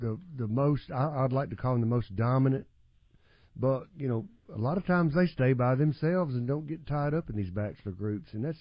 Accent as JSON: {"language": "English", "area": "Montgomery County", "region": "Alabama", "country": "United States", "tie": "born or raised there", "said": "You know, I grew up here in Montgomery County"}